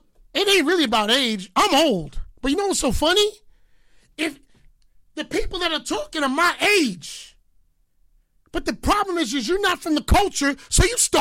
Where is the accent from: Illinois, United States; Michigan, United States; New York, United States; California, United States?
New York, United States; New York City; also born or lived in Jamaica; I'm from the Bronx, where it was moving.